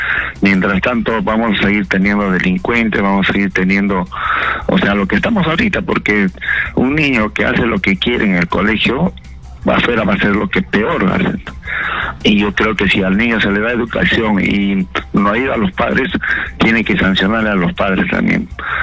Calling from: Lima, Peru; de San Juan del Lirigancho.

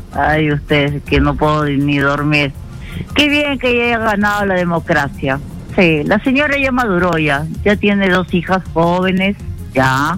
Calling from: Lima, Peru; De San Juan del Uriguanchitón

